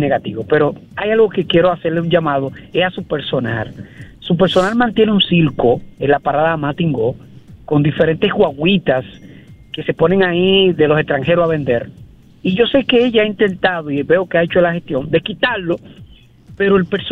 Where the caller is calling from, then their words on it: Santo Domingo Norte, Santo Domingo, Dominican Republic; Yo vivo en Santo Domingo Norte.